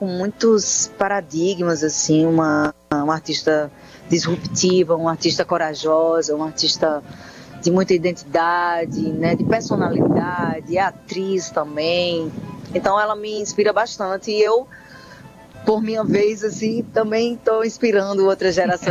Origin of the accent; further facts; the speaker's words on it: João Pessoa, Paraíba, Brazil; a gente fala aqui da Paraíba, de João Pessoa, como eu, também atriz.